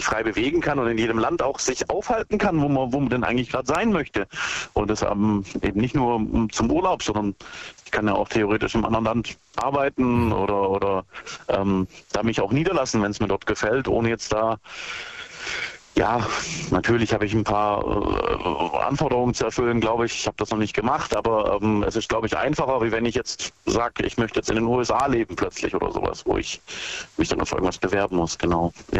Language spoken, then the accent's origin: German; Brackenheim, Baden-Württemberg, Germany; Hey, ich komme aus Brackenheim.